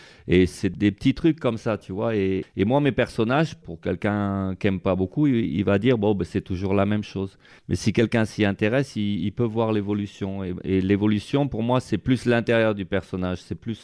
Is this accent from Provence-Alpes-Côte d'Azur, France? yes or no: no; Bayonne, Nouvelle-Aquitaine, France; born there; Je suis né ici, quoi. Je suis né à Bayonne, mais je suis d'origine sicilienne. Bon, je parle pas italien ou quoi que ce soit, mais je suis connecté ici, quoi. Je connais pas mal de basque et tout ça